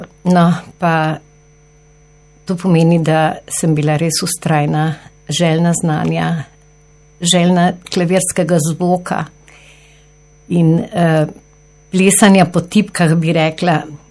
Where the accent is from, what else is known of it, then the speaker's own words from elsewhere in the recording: Novo Mesto, Southeast Slovenia, Slovenia; Sem Novomeščanka, po duši in po srcu. Vse življenje sem tukaj, delam, ustvarjam.